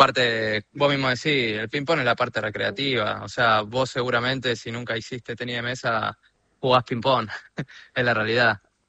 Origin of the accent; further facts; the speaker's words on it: La Plata, Buenos Aires Province, Argentina; Yo soy de La Plata, de La Plata.